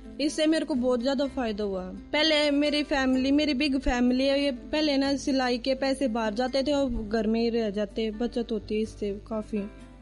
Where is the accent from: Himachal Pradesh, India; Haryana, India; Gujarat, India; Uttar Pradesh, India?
Haryana, India; Daboda; नीपुर डाबोदा की रहने वाली हूँ। हमारे गांव में एक लाइब्रेरी है